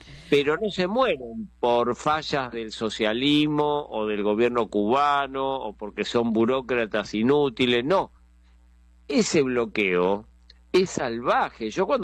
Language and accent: Spanish; Argentina; yo siendo argentino, que era un niño, me acuerdo, en la época de la Guerra de Malvinas